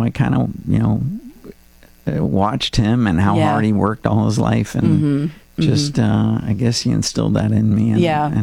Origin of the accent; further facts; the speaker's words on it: Tampa, Florida, United States; That's where I was born, and I grew up in Tampa.